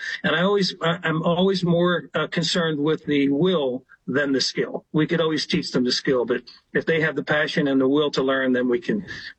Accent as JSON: {"language": "English", "town": "Philadelphia", "region": "Pennsylvania", "country": "United States", "tie": "born or raised there", "said": "Born and raised in Philadelphia. I am the youngest of three. We're all a year apart, so I am the baby, as they say."}